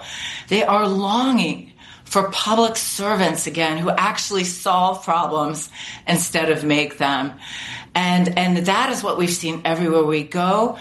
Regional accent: Youngstown, Ohio, United States; I grew up in Youngstown, Ohio, pretty rough childhood.

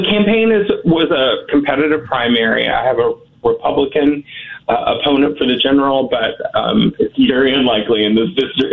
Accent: Dallas, Texas, United States; I come from Dallas, and I was a drag queen, so do not mess with me.

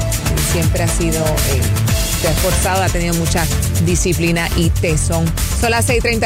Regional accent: Patillas, Puerto Rico; que es de Patillas, de mi pueblo

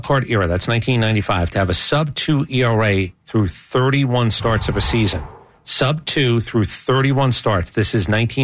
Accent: Brooklyn, New York, United States; I'm an Italian from Brooklyn, and I'm...

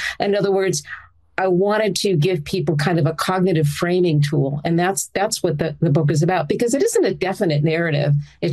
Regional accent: Pasadena, California, United States; I grew up in Southern California, in Pasadena, which is around the whole Caltech JPL STEM culture.

